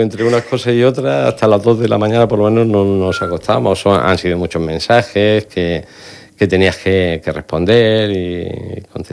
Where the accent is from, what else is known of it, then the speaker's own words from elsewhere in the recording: Murcia, Region of Murcia, Spain; de nacencia, soy sanantolinero, de la Plaza de San Ginés.